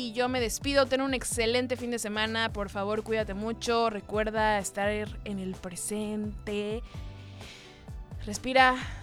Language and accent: Spanish; Mexico